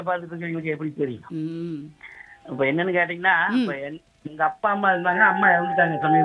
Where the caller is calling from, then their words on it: Erode, Tamil Nadu, India; Erode வெட்டுக்காட்டோல